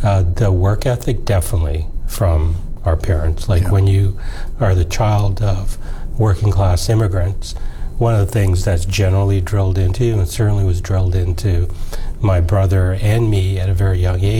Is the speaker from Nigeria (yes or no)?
no; Toronto, Ontario, Canada; I spent most of my time growing up in the Malvern neighborhood, so okay. We would have been close. And as you may recall, we were probably in Scarborough.